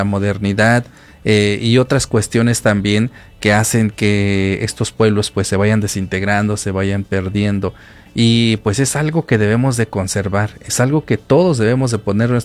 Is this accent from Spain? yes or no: no; Mexico; como los mexicanos lo decimos coloquialmente